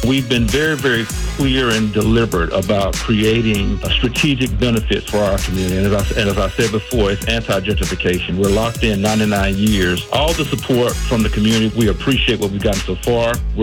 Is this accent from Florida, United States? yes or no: yes; Fort Lauderdale, Florida, United States; because I grew up in the Sistrunk area